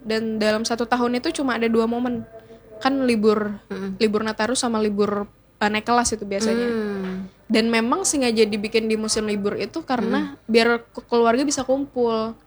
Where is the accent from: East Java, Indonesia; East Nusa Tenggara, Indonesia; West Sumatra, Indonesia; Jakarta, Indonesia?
West Sumatra, Indonesia; Karena aku Minang, tapi aku baru tertarik buat belajar Minang itu setelah aku kemana-mana. Karena kayak misalnya pas aku di Sumatera Barat, aku orang Minang nih